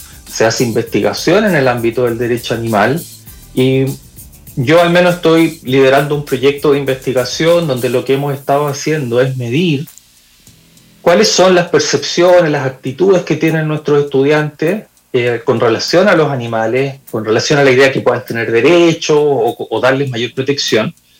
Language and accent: Spanish; Chile; nosotros como chilenos